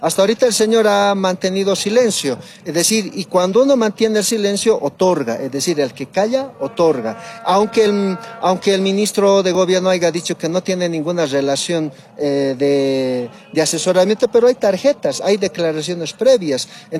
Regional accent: Bolivia

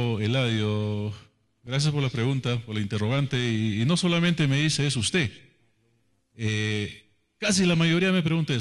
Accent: Asunción province, Ancash, Peru

